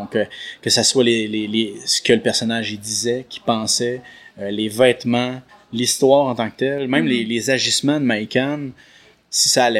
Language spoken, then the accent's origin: French; Magdalen Islands, Quebec, Canada; j'ai été élevé aux Îles-de-la-Madeleine.